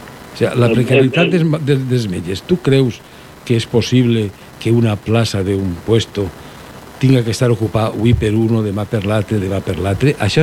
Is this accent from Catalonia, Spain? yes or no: no; Oliva, Valencian Community, Spain; jo recorde de quan era xicotet en Oliva, famílies pudients que s'arruïnaven per una enfermedad d'un familiar.